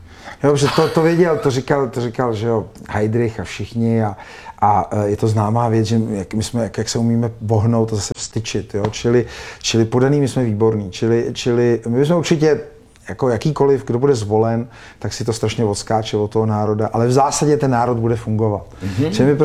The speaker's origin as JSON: {"language": "Czech", "country": "Russia", "moved": "yes", "lives_now": "Czech Republic", "said": "se válčí, tak jsem utek před tou válkou, je to složitý, mohli jsme si o tom vyprávět týdny, ale proč jako já Rus jsem špatný?"}